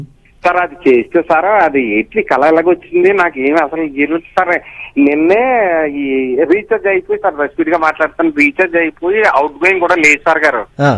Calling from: Kakinada, Andhra Pradesh, India; నేను కాకినాడ నుంచి.

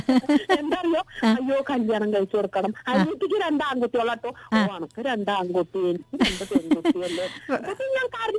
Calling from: Cherpulassery, Kerala, India; ചെർപ്പളശ്ശേരി എന്നുള്ള സ്ഥലത്തുനിന്ന

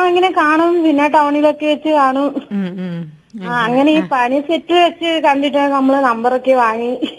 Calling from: Periyanganam, Kerala, India; പെരിയങ്ങാനം, കാസർഗോഡ് ജില്ല.

